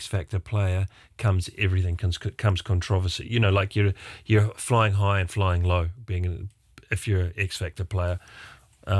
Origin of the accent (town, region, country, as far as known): New Zealand